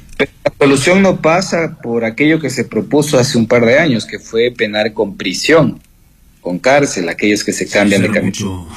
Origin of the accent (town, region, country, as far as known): Ecuador